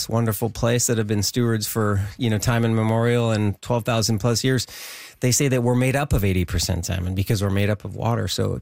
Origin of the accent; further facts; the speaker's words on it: Vancouver Island, British Columbia, Canada; also born or lived in Okanagan; I was born in the Okanagan, raised on Vancouver Island, fishing with my father. My mom and dad moved up to the Okanagan, and we were orchardists, I guess. They were experimenting as hippies back in the early 70s, and then we moved back to the coast and just grew up fishing.